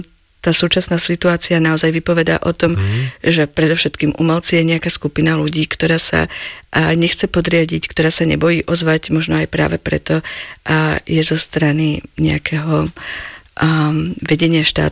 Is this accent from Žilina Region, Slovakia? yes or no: no; Bratislava, Bratislava Region, Slovakia; moved away as an adult; now in Slovenský Grob, Slovakia; Ja som z Bratislavy, aj celý život som bývala v Bratislave.